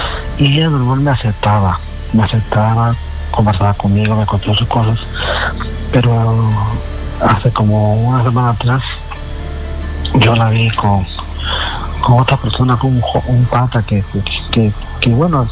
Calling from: Lima, Peru; De acá, Ate

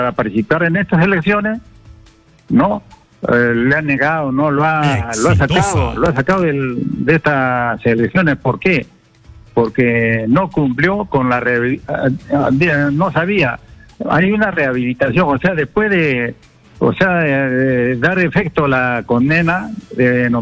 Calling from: Ilo, Moquegua, Peru; Puerto Hilo

